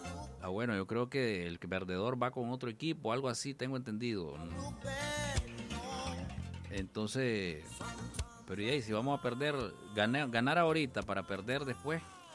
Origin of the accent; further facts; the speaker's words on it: Managua, Nicaragua; born there; yo soy de Managua. Yo nací en Managua